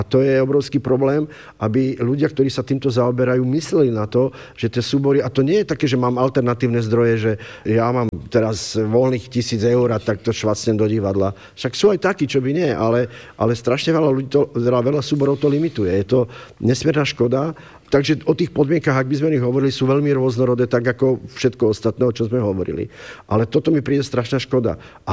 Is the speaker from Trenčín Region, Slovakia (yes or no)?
yes; Partizánske, Trenčín Region, Slovakia; u nás v Partizanskom